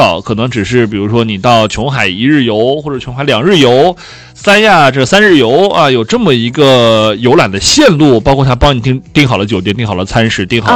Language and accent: Chinese; Taiyuan, Shanxi, China; 山西，我山西太原人。